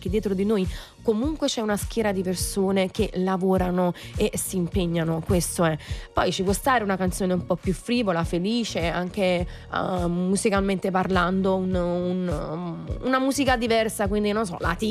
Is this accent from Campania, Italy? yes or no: yes; Naples, Campania, Italy